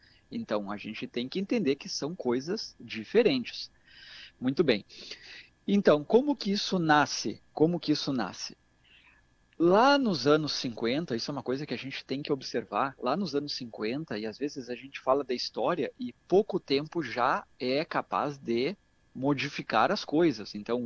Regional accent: Rio Grande do Sul, Brazil; nós, como gaúchos, temos sim uma cultura muito forte

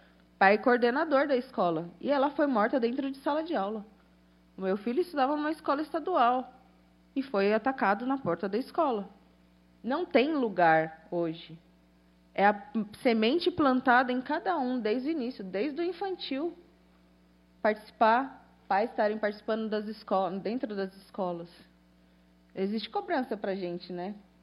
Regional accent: São Bernardo do Campo, São Paulo, Brazil; moved away; Eu saí de São Bernardo do Campo para ter uma vida melhor.

